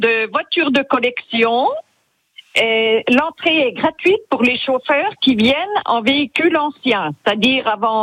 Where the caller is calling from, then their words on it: Saint-Loup-Géanges, Bourgogne-Franche-Comté, France; Alors, de Saint-Loup-Géange.